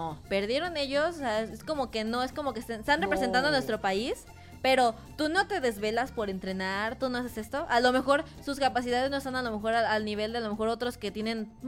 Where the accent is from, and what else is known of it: Mexico